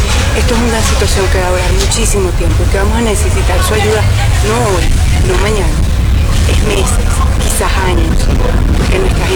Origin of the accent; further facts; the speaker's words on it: Venezuela; el venezolano